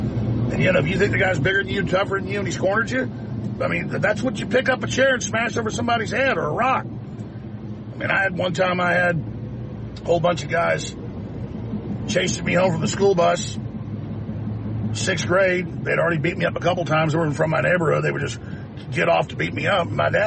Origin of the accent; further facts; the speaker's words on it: Dallas, Texas, United States; You know, I grew up in Dallas, and I mean, it may be the man I am that I was racially attacked.